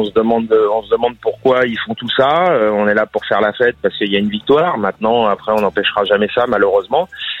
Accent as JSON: {"language": "French", "town": "Paris", "region": "Île-de-France", "country": "France", "tie": "born there", "moved": "as an adult", "lives_now": "Bouches-du-Rhône, France", "said": "depuis l'âge de mes 6 ans, je suis né à Paris et je vais au Parc des Princes. Oui, la première fois, j'avais 6 ans. Et maintenant, j'en ai 53"}